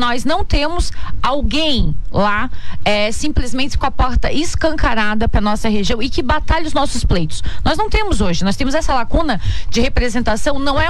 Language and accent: Portuguese; Laguna, Santa Catarina, Brazil; eu falo como lagunense que sou, da região da Laguna